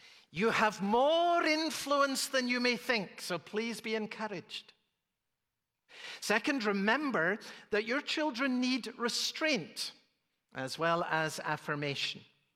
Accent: Edinburgh, Scotland, United Kingdom; he was a deacon in the little church in which we grew up in Edinburgh, Scotland.

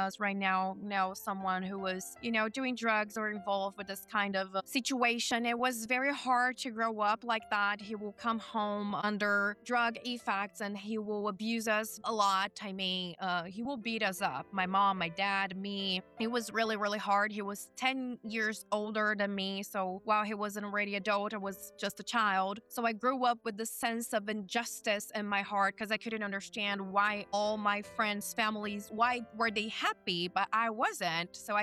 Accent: São Paulo, Brazil; born or raised there; now in United States

